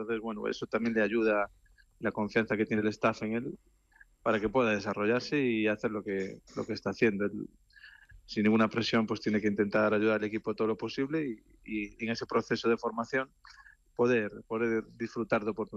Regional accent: Galicia, Spain; para mí como entrenador gallego

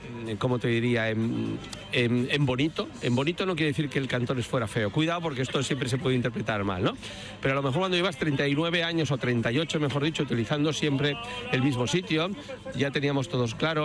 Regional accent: Barcelona, Catalonia, Spain; soy de Barcelona, con lo que todo lo que sea estar abierto al mar es una cosa que llevamos muy dentro.

